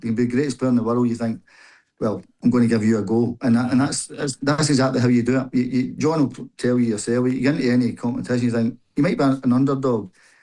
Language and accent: English; Scotland, United Kingdom; moved away; I'd like to come back and see it because it's where I was born.